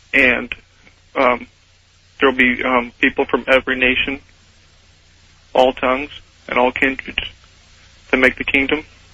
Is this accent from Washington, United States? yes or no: yes; Aberdeen, Washington, United States; from Aberdeen, Washington.